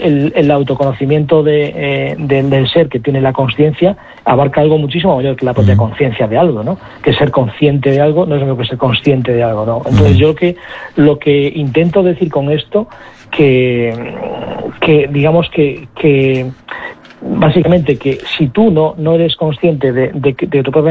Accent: Galicia, Spain; paseando por la playa allí en Galicia, en mi tierra

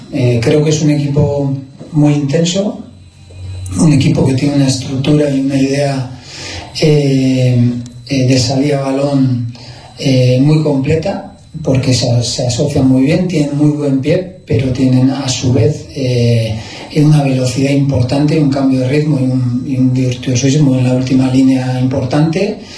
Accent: Basque Country, Spain; Obviamente, por ser vasco, es un partido especial, no lo voy a negar. Siempre, como vasco, siempre he tenido cariño a todos los equipos vascos.

